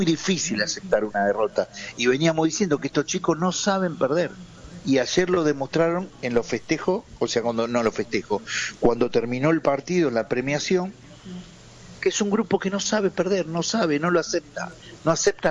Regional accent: Argentina; nosotros somos latinoamericanos, somos argentinos, somos sudamericanos

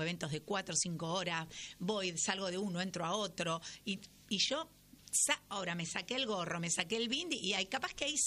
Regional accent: Argentina; somos argentinas

